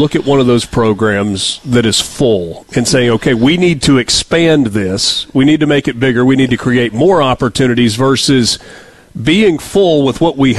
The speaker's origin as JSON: {"language": "English", "town": "Oxford", "region": "Mississippi", "country": "United States", "tie": "born or raised there", "said": "I went to Ole Miss. I grew up in Oxford"}